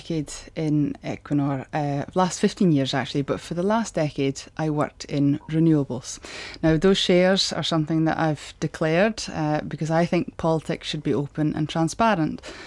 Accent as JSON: {"language": "English", "area": "Shetland", "region": "Scotland", "country": "United Kingdom", "tie": "born or raised there", "said": "I'm growing up in Shetland, state educated in Shetland."}